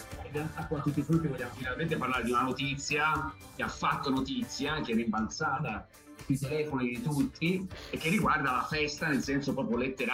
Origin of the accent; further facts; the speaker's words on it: Tuscany, Italy; noi veniamo da Toscana